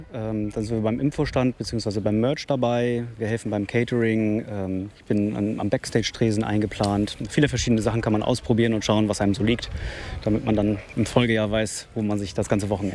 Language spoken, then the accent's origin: German; Schneverdingen, Lower Saxony, Germany; Nee, wir kommen aus Schneverdingen.